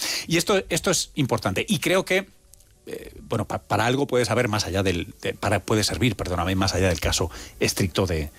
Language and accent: Spanish; Tomelloso, Castilla-La Mancha, Spain; El de mi padre, mi familia … de Tomelloso.